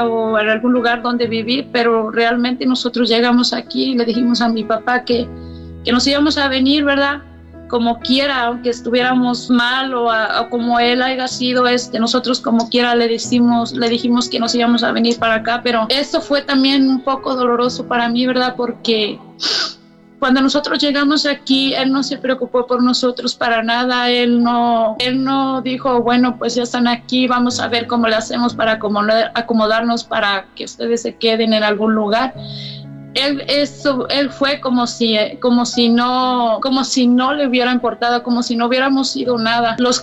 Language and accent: Spanish; Mexico; moved away; Entonces yo como quiera ya me vine de México y allá sí iba a misa, pero ya cuando llegué yo aquí ya casi nunca iba a misa.